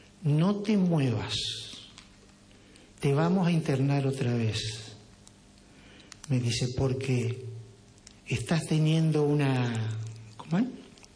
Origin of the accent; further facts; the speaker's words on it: Reconquista, Santa Fe, Argentina; also born or lived in La Antera; yo me crié en la Antera y más allá que soy nacido y criado acá en Reconquista, pero mal criado en la Antera.